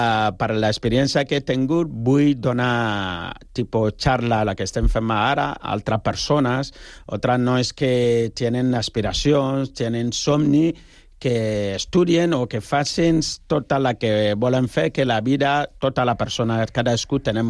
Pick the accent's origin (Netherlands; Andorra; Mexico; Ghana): Ghana; Catalan is a second language; now in Spain; perquè jo soc de Ghana, tu imagina que jo vinc aquí amb un taparrabo o una aliança, això no és així.